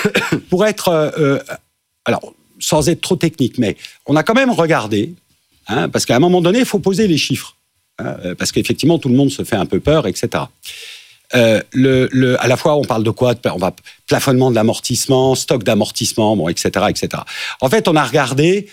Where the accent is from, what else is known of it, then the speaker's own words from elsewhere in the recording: Nantes, Pays de la Loire, France; Moi, nous, on vient de Nantes.